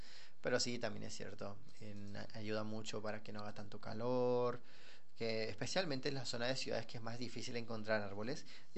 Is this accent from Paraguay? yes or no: yes; Coronel Oviedo, Caaguazú, Paraguay; yo, que soy de Coronel Oviedo